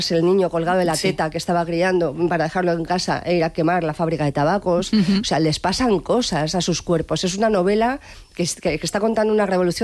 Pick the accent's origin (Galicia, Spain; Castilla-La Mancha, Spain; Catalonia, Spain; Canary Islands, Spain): Galicia, Spain; Soy gallega, digámoslo.